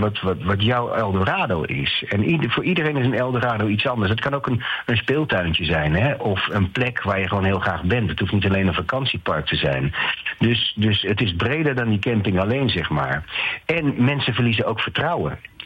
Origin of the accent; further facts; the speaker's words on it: Groningen, Netherlands; moved away; bij ons in Groningen, ik kom uit Groningen oorspronkelijk.